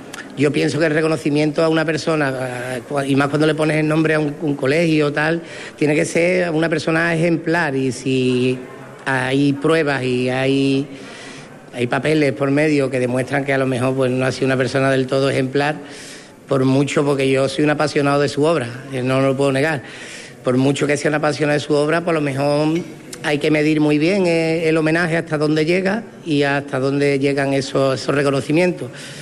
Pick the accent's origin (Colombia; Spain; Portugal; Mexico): Spain; Andalusia; de mi pueblo sí, porque allí nació, de allí somos la mayoría